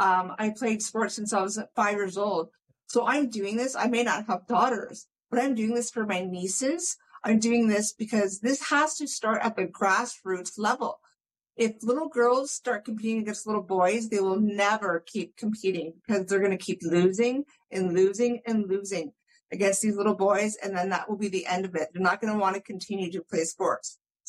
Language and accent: English; Canada; I'm actually looked at as a Canadian hero now